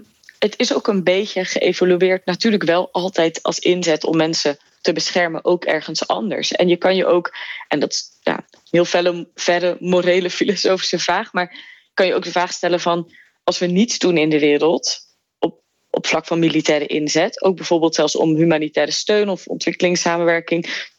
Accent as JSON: {"language": "Dutch", "country": "Netherlands", "tie": "born or raised there", "moved": "as an adult", "lives_now": "Belgium", "said": "Ik ben opgegroeid in Nederland"}